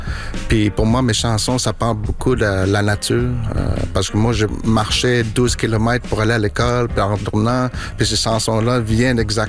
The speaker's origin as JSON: {"language": "French", "region": "Quebec", "country": "Canada", "tie": "born or raised there", "moved": "yes", "said": "j'ai grandi dans le Nord, puis de démarrer à Montréal, surtout dans une grande ville"}